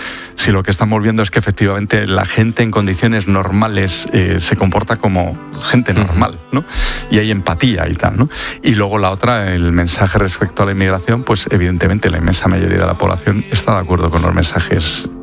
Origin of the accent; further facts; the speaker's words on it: Spain; es que como español te llena de orgullo.